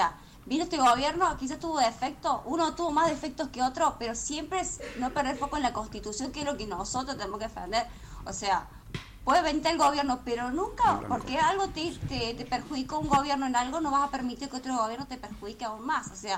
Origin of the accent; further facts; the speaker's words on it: Córdoba, Argentina; now in Traslasierra Valley, Argentina; Sí, de la provincia de Córdoba. Ciudad de Córdoba y vivo en Valle de Tras la Sierra. Así que bueno, de la provincia me digo.